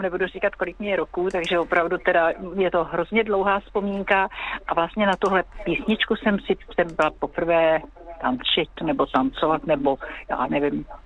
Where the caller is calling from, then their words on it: Bulovka, Liberec Region, Czechia; jsem z Bulovky